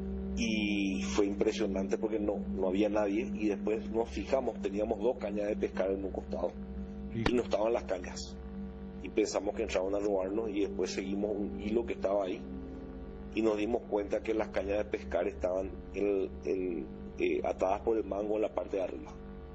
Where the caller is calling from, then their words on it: Asunción, Paraguay; siendo citadino, siendo asunceno.